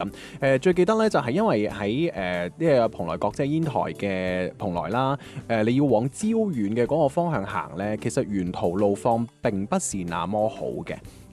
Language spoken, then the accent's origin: Cantonese; Guangdong, China; 我哋廣東人